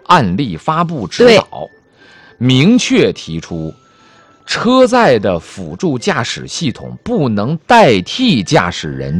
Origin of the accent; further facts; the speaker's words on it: China; 作为中国人